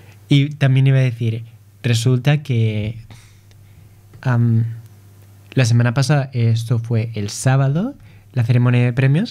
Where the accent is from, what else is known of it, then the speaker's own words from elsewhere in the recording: Spain; moved away; yo soy español